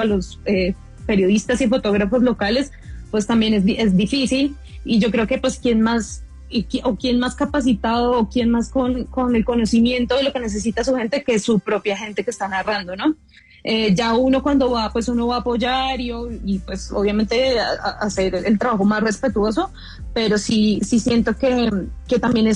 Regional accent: Bogotá, Colombia; yo, por lo menos yo soy de Bogotá

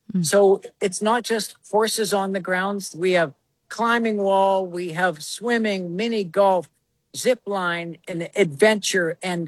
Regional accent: Monongahela, Pennsylvania, United States; moved away as an adult; My hometown, obviously. I grew up in Monongahela. I left right after high school. I graduated in 77, so I know that dates me

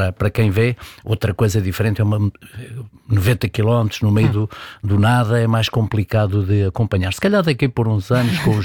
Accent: Portugal

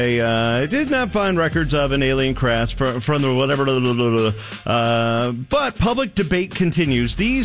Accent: Houma, Louisiana, United States; His name is Jesse Marcel, and he is from my hometown, Houma, Louisiana. My dad worked with him.

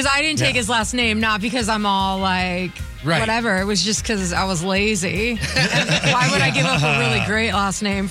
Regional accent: Stanly County, North Carolina, United States; I was raised in Stanley County

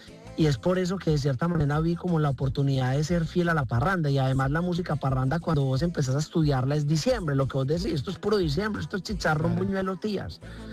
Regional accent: El Carmen de Viboral, Antioquia, Colombia; Bueno, yo soy del Carmen, que es ahí al ladito.

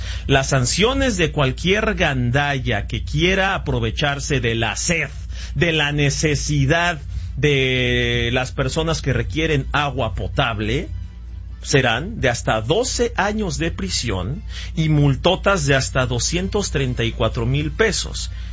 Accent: Mexico

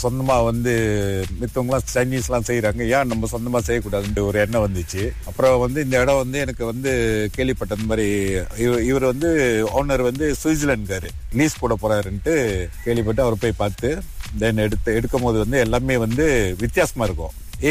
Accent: Pangkor, Perak, Malaysia; நான் பிறந்த ஊரு ஃபம் த்ரீ வரைக்கும் பங்கூர்ல படிச்சேன்.

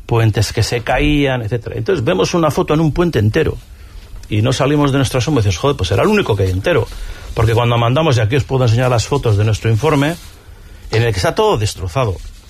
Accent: Hondarribia, Basque Country, Spain; nosotros que somos de Amute

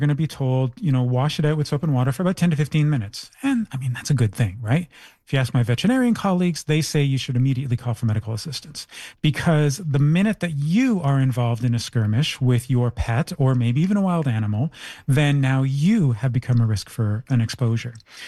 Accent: Toronto, Ontario, Canada; I come from Toronto where the raccoons come out and sunbathe right on your lawn.

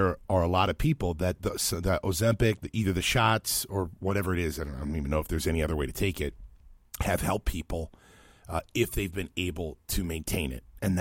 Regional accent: Cincinnati, Ohio, United States; It's a long-standing joke on the show because I'm from Cincinnati.

